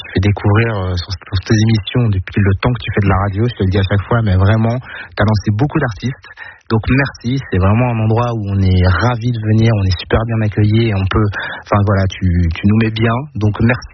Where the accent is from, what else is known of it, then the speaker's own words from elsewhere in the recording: Lille, Hauts-de-France, France; on vient de Lille, on est à 20 km de la Flandre, en Belgique, où on parle pas français.